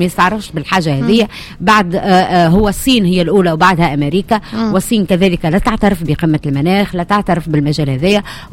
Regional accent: Tunisia; السنه كان متعب لنا كتوانسه

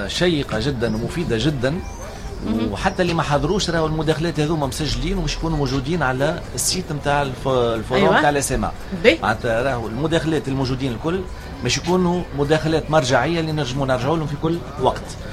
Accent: Tunisia; عندنا في تونس

